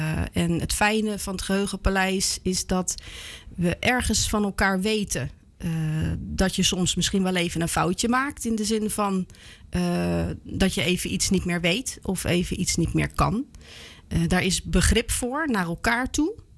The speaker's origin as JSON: {"language": "Dutch", "town": "The Hague", "region": "South Holland", "country": "Netherlands", "said": "49 lentes jong. Bovenal moeder van mijn 3 kinderen. Ik kom uit Den Haag"}